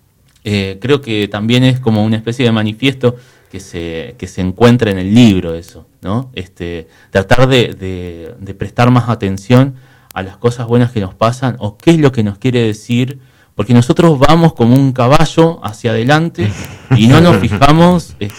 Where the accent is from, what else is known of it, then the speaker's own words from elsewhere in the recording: Río Gallegos, Santa Cruz, Argentina; Y yo le digo, de Río Gallegos.